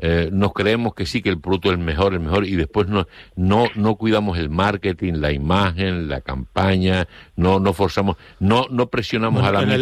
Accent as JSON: {"language": "Spanish", "region": "Canary Islands", "country": "Spain", "said": "Es que somos muy canarios."}